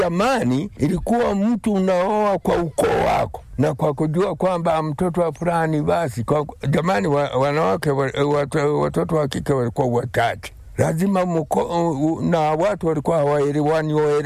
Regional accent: Tegeruka, Mara, Tanzania; moved away as an adult; also born or lived in Bukwaya; now in Bunda, Tanzania; Nilijaliwa Bukwaya, nilikulia Tegeruka. Basi mpaka mwaka 68 ndio nilihamia hapa Bunda. Nimekulia hapa, nimekalia hapa

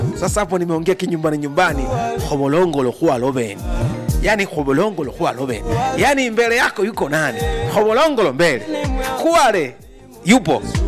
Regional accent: Makete, Njombe, Tanzania; Hata kule kwetu Makete kuna Utengule.

